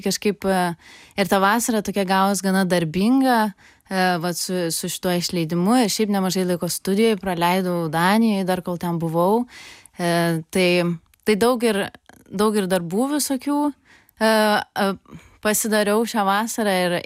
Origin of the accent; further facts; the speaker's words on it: Palanga, Klaipėda County, Lithuania; moved away as an adult; also born or lived in Denmark; aš pati iš Palangos esu